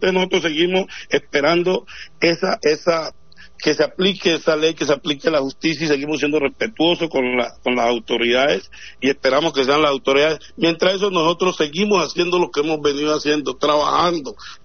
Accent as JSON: {"language": "Spanish", "country": "Colombia", "said": "somos colombianos"}